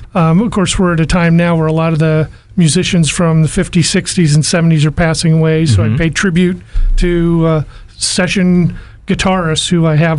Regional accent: Illinois, United States; I grew up in Illinois

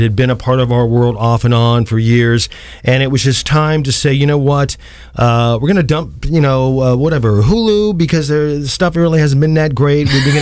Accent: Ohio, United States; moved away; having moved away from this area, I mean, I'm from Northeast Ohio, it can be, you know, musically a pretty conservative area.

